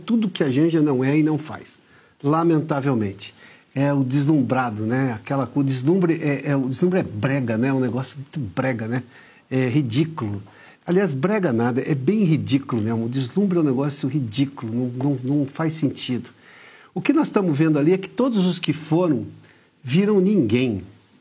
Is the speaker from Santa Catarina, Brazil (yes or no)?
no; São Paulo, Brazil; Pois lá no interior de São Paulo, de onde eu venho, no meio da década de 80, isso já não era chique, tá?